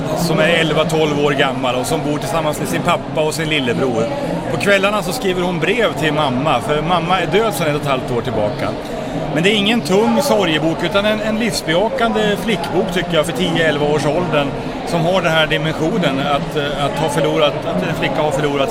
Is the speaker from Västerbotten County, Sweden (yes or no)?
no; Gävle, Gävleborg County, Sweden; moved away as an adult; now in Karlstad, Sweden; Jag kommer ursprungligen från Gävle, men jag bor i Karlstad sedan 17 år tillbaka och jobbat med böcker i många år.